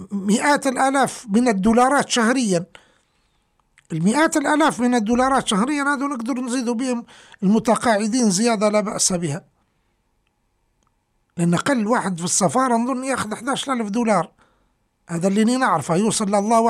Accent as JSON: {"language": "Arabic", "country": "Libya"}